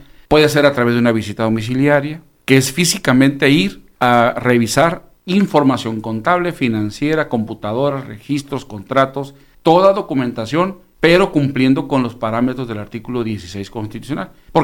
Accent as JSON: {"language": "Spanish", "country": "Mexico", "said": "de nosotros como mexicanos"}